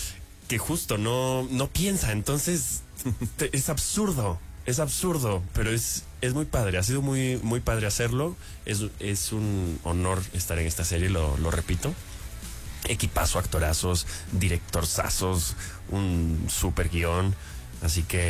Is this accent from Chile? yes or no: no; Peru; Isabela es cubana, Denia es griega, yo soy peruano.